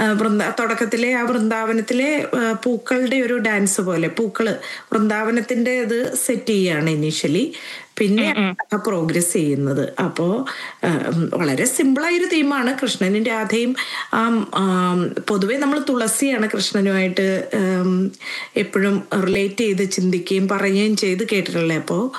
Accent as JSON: {"language": "Malayalam", "region": "Kerala", "country": "India", "moved": "as an adult", "lives_now": "Melbourne, Australia", "said": "ഞാനൊക്കെ നാട്ടിൽ നിന്ന് പോരുന്നതിന് മുമ്പുള്ള ഓണം എന്ന് പറയണത് നല്ല രസമായിരുന്നു"}